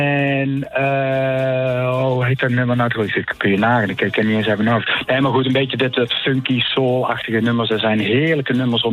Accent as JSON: {"language": "Dutch", "town": "Udenhout", "region": "North Brabant", "country": "Netherlands", "said": "kom uit Udenhout."}